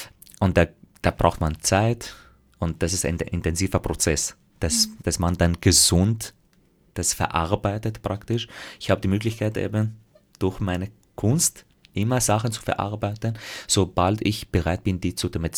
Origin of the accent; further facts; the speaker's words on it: Graz, Styria, Austria; ich komme aus Graz, wenn ich wo unterwegs war, dann war gleich die Frage, wo ich so wirklich her?